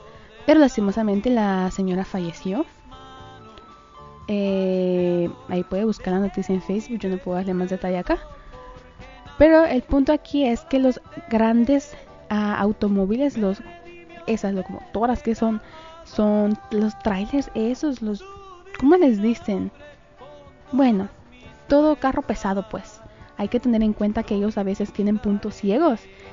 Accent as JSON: {"language": "Spanish", "country": "El Salvador", "said": "todos acá como buenos salvadoreños, buenos latinoamericanos"}